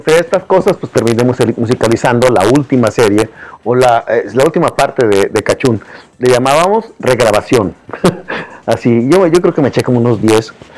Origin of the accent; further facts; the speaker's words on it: Torreón, Coahuila, Mexico; Yo soy de Torreón, llegué sin conocer a nadie, me contrató Marco Flavio.